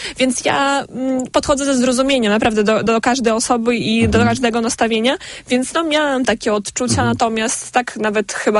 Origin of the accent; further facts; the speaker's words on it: Belarus; nawet jakby opuszczając to, że byłam to i jestem z narodowości Białorusinką